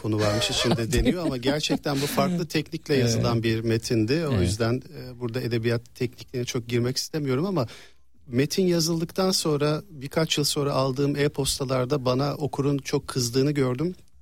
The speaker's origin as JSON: {"language": "Turkish", "region": "Istanbul", "country": "Turkey", "tie": "born or raised there", "said": "İstanbul'da doğdum, büyüdüm. Hatta Ortaköy'de doğdum ve 10 yaşıma kadar da orada yaşadık. Sonra Kadıköy'e geçtik."}